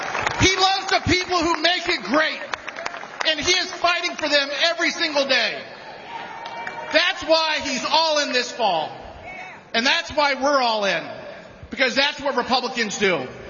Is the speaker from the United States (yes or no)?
yes; Florida, United States; I want to give a big shout out to my home state of Florida. Let's hear it for Florida.